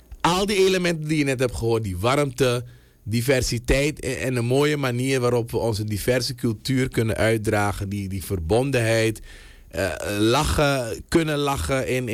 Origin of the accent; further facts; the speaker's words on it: Suriname; Sommige dingen houden wij gewoon als Surinamers, als natie, als samenleving.